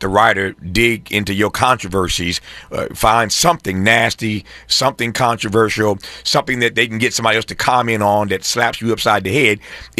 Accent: Indiana, United States; also born or lived in Mississippi; as a kid growing up in Indiana, born in Mississippi

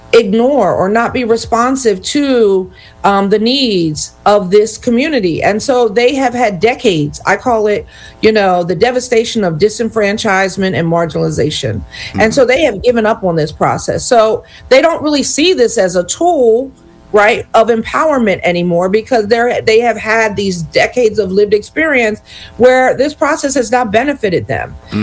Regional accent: Montgomery County, Pennsylvania, United States; So I'm from Montgomery County, right? And it's beautiful. It's the second wealthiest county in the state, right?

